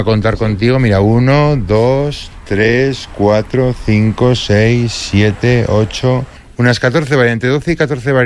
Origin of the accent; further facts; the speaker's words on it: Navarre, Spain; como soy de Navarra y somos bastante tradicionales